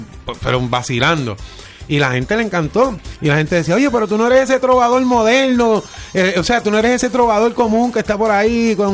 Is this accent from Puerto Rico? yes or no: yes; Villalba, Puerto Rico; Yo digo fielmente que soy de Villalba. Óyeme bien, Villalba, Puerto Rico. No toco hace 25 años en Villalba, pero soy de Villalba, Puerto Rico.